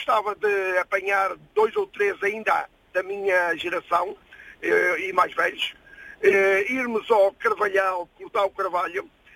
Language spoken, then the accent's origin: Portuguese; Mozambique; now in Portugal; eu vim de Moçambique, e o meu pai agarrou-se a tudo